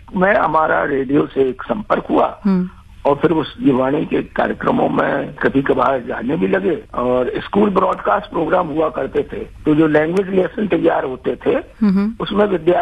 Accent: Madhya Pradesh, India

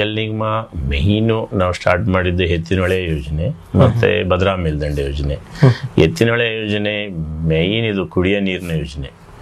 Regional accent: Singareddihalli, Karnataka, India; ನಮ್ಮ ಬಾಲ್ಯ ಎಲ್ಲ ನಾನು ನಮ್ಮ ಗ್ರಾಮ ಪಾವಡ ತಾಲೂಕು ಸಿಂಗರೆಡ್ಡಿಹಳ್ಳಿನಲ್ಲೇ ನಡೆದಿದೆ.

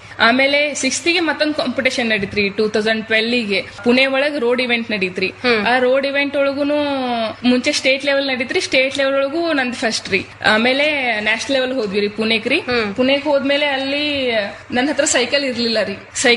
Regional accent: Karnataka, India; ನಮ್ಮ ಊರ್ ನಿಯರ್ ಜಮಖಂಡಿ ಅಂತ ಹೇಳಿ ನಮ್ ತಾಲೂಕ್ ರೀ

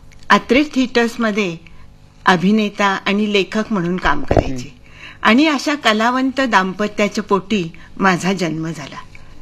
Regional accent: Kolhapur, Maharashtra, India; also born or lived in Mumbai; माझं बालपण हे कोल्हापुरात गेलं, पण जन्म मात्र मुंबईचा. माझा जन्म मुंबईत झाला आणि काही थोड्या दिवसांनी माझे आई वडील आम्हाला कोल्हापूरला घेऊन गेले. आणखीन मी तिथेच कोल्हापूरमध्ये कलानगरीमध्ये लहानाची मोठी झाले.

